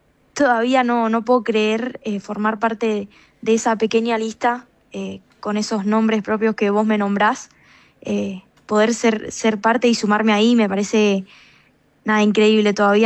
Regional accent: Argentina; nosotros como argentinos

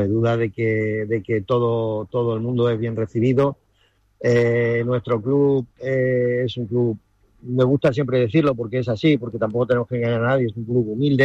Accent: Puertollano, Castilla-La Mancha, Spain; porque somos de Puerto Llano, somos, como decimos, hechos de acero, una ciudad minera. Que nuestros orígenes sabemos cuáles son, de dónde venimos, a dónde vamos, y queremos ser parte de Puerto Llano, de nuestra sociedad

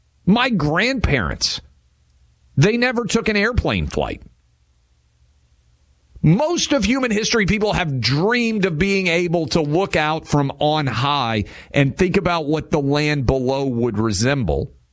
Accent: Tennessee, United States; Shiloh, in my home state of Tennessee, almost nothing has been built on that area still.

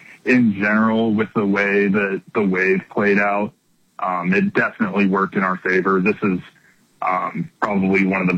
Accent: Kansas, United States; I'm from Kansas

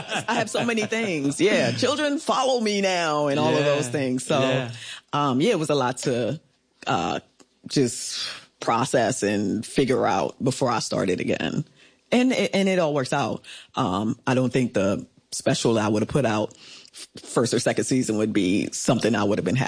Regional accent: St. Thomas, U.S. Virgin Islands; I'm from the Virgin Islands. I'm from St. Thomas, and I've always wanted to do a show about back home.

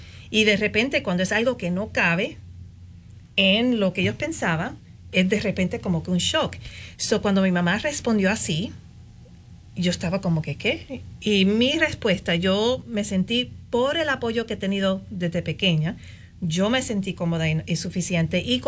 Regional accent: Puerto Rico; moved away as an adult; Yo soy de Puerto Rico. Y cuando yo me estaba criando en Puerto Rico

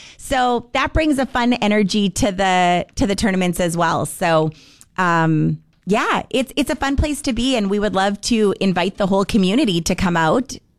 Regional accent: Saskatoon, Saskatchewan, Canada; moved away as an adult; now in Fargo, United States; So my husband and I are born and raised in Saskatoon, Saskatchewan. We came here in 2016.

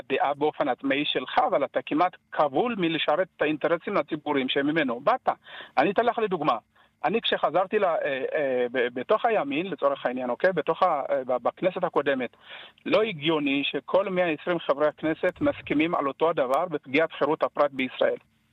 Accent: Ethiopia; now in Israel; אני בא מקהילת יהודי אתיופיה ש... מבחינת מאבקים, מאז שעלינו לארץ, אנחנו סוחבים איתנו מאבקים חברתיים.

